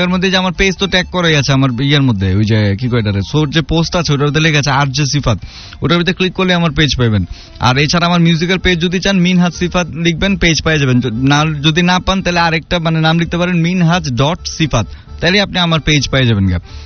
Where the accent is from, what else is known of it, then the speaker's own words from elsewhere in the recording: Dhaka, Dhaka Division, Bangladesh; আমার গ্রামের বাড়ি ভাই আমি পুরান ঢাকারই অরিজিনাল, আমার গ্রামের বাড়ি এটাই।